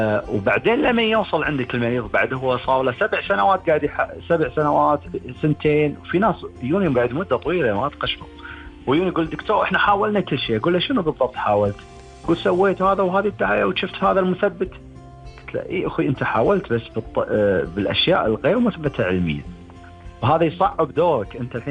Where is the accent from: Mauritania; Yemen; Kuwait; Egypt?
Kuwait; عندنا بالكويت